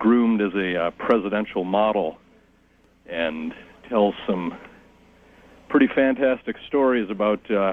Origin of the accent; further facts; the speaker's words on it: Atlanta, Georgia, United States; I'm from Atlanta.